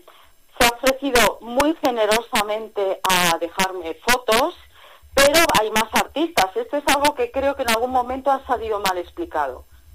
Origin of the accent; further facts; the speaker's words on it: Lagartera, Castilla-La Mancha, Spain; tenemos un concierto en Lagartera de Zarzuela, Lagartera, lo de Lagarterana, somos, venimos todos de Lagartera